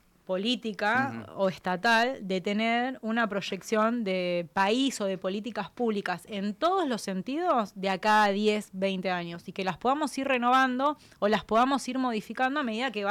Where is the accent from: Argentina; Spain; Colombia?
Argentina; now in Santa Cruz, Argentina; Voy a hablar como ciudadana argentina.